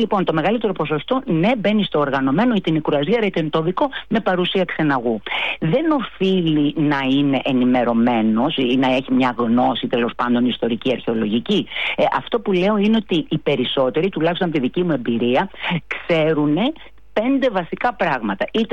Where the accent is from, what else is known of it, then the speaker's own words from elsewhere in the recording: Turkey; Greek is a second language; λέγοντας ότι μιλάω πολύ καλά αυτή τη γλώσσα. Αν και είμαι Τουρκάλα.